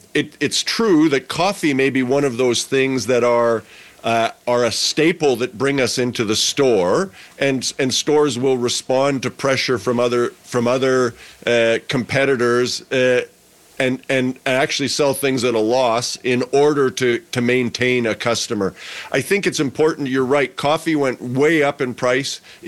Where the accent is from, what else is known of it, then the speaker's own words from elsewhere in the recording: Canada; we are very much creatures of habit as Canadian shoppers.